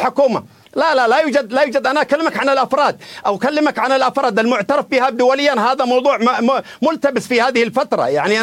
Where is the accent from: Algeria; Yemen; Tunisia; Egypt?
Yemen; بالنسبة لنا كيمنيين